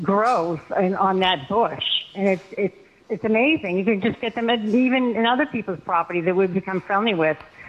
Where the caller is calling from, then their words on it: Puerto Rico; I am calling from Puerto Rico.